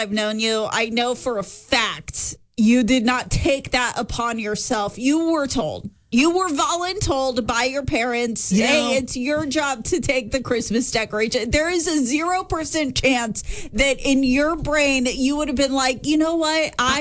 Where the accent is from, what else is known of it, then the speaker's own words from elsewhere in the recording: Texas, United States; born there; No, we never celebrated hunting season in Texas.